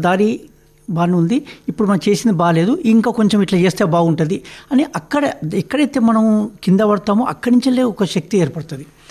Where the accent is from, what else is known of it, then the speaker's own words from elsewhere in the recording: Shahajipet, Telangana, India; now in Aler, India; నా సొంత ఊరు పూర్వము నల్గొండ జిల్లా ఆలేరు మండలం షారాజీపేట.